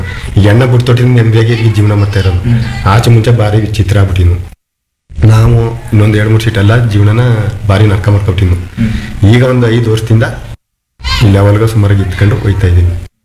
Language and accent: Kannada; Ettige, Karnataka, India; ನಾವು ಎತ್ತಿಗೆ ಗ್ರಾಮದವರು.